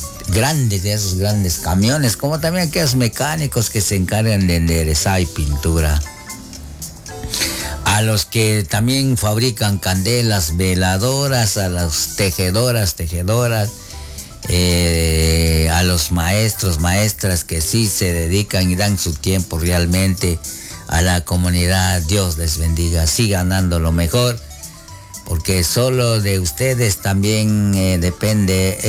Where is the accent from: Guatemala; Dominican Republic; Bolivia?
Guatemala; la música que nos identifica como guatemalteco chapín.